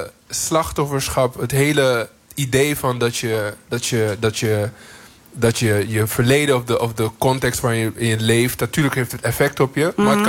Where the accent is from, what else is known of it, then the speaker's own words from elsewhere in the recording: Suriname; ik kom uit Suriname, dus ik draag misschien wel de huid en het haar van mijn Afrikaanse voorouders. Maar ik heb verschillende bloedlijnen en culturen in mijn lichaam.